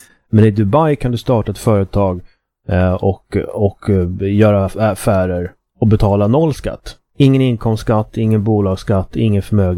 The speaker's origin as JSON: {"language": "Swedish", "country": "Sweden", "said": "som svensk"}